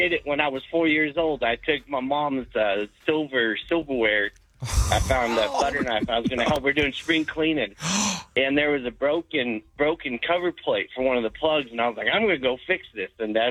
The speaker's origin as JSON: {"language": "English", "town": "Azle", "region": "Texas", "country": "United States", "said": "Azle, Texas."}